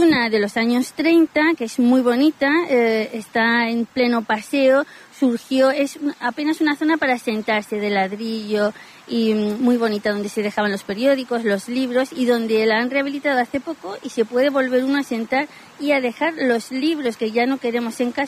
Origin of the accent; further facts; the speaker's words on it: Ciudad Real, Castilla-La Mancha, Spain; todos sabemos los de Ciudad Real que somos enemigos seculares de Miguel Turra